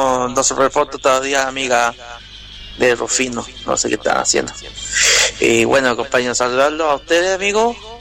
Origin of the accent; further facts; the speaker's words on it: Linares, Maule, Chile; now in Los Ángeles, Chile; Y quiero saludar a mi pueblo, la … de Linares.